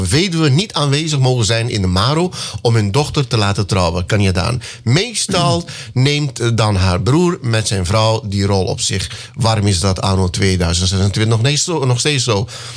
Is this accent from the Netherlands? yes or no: no; Meerzorg, Commewijne, Suriname; Ik kom uit Meerzorg en ik heb ook hard gewerkt. Ik ben van de generatie van 1955, Vera.